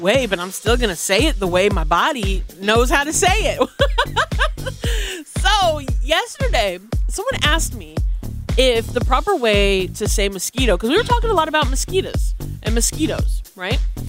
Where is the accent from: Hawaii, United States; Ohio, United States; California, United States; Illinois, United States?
Illinois, United States; I grew up in Southern Illinois and I grew up by people who were born and raised in the South. Okay. So when I say certain words, I know it might not be the right way, but I'm still going to say it the way my body knows how